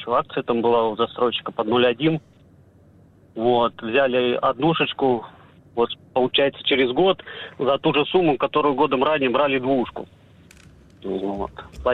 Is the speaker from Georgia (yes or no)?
no; Belgorod, Belgorod Oblast, Russia; moved away as an adult; now in Moscow Oblast, Russia; Я вообще из Белгорода. Удалось переехать накануне СВО в 21 году, в ноябре.